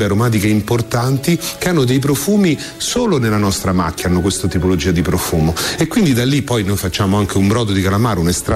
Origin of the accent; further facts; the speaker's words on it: Fiumicino, Lazio, Italy; born there; moved away; Fiumicino è la mia casa, io sono nato a Fiumicino, sono nato a 100 metri dal mio ristorante, ma sono tornato dopo un po' di anni, quindi per me Fiumicino è anche la riscoperta di un territorio, è un posto incredibile, abbiamo l'aeroporto, abbiamo il mare